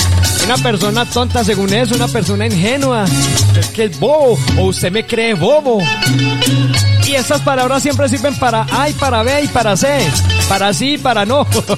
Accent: Colombia; Así somos los colombianos, de disponibles a toda hora.

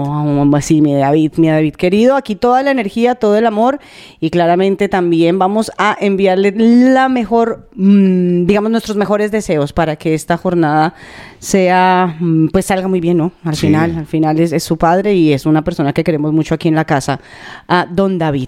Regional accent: Colombia; moved away; No, porque yo vengo de Colombia, papito, yo puedo llevar 20 años acá, pero no, ya les dije a mis amigos. Yo, tradición colombiana para el cumpleaños, al favor.

